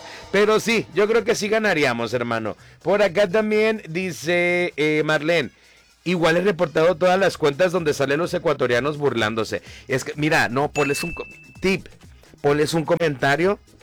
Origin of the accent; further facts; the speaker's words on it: Mexico; Sí, fracasaste como mexicano